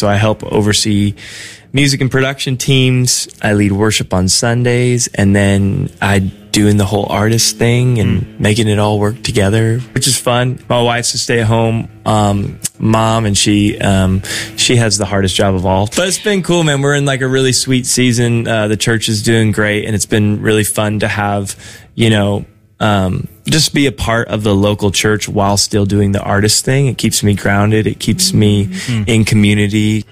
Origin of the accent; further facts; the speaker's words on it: California, United States; now in Roseville, United States; We're in the Sacramento area in a suburb called Roseville. But yeah, my wife and I both grew up in California.